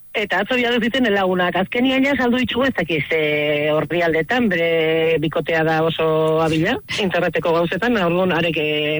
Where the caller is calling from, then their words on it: Tolosa, Basque Country, Spain; Nire Tolosarra naiz